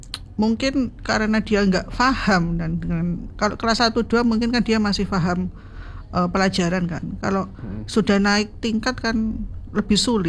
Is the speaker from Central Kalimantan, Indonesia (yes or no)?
no; Tulungagung, East Java, Indonesia; now in Surabaya, Indonesia; saya kan asli Tulungagung.